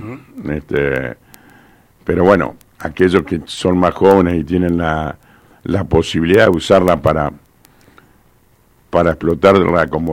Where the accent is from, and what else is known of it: Argentina